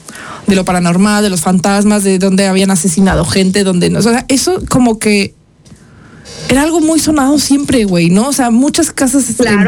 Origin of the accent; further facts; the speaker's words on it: Mexico; como muchas de las cosas que hacemos los mexicanos.